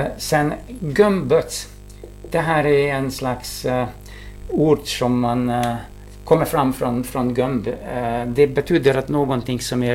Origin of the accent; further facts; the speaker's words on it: Hungary; Swedish is a second language; moved away; Ja, jag som en ungrare kan inte dölja min patriotism